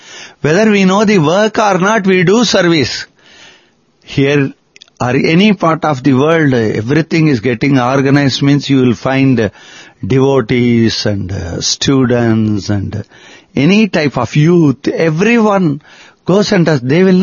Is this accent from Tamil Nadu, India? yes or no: yes; Tamil Nadu, India; my first native place is Prashanti Nilayam, though I am from Tamil Nadu